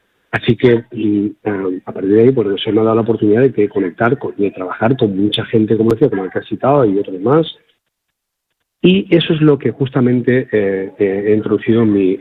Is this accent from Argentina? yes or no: no; Valencian Community, Spain; moved away as an adult; now in Andalusia, Spain; Soy valenciano, pero soy más casi andaluz-valenciano, porque llevo más tiempo en Andalucía que en la tierra en la que nací y me formé como músico, ¿no?